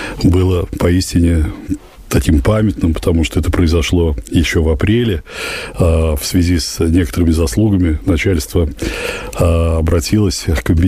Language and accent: Russian; Sergiyev Posad, Moscow Oblast, Russia; я вырос и родился в Лавре и не расставался с Лаврой, по сути говоря, никогда.